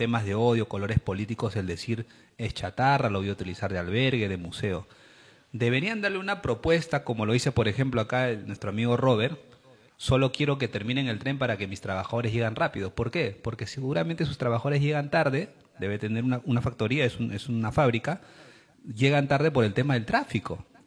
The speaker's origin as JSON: {"language": "Spanish", "region": "Lima", "country": "Peru", "said": "nosotros, como peruanos y limeños que vivimos en un país subdesarrollado"}